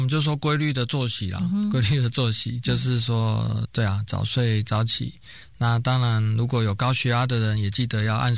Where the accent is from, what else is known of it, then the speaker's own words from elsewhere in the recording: Taiwan; 我们应该是说我们台湾人都有这个吃苦耐劳的特性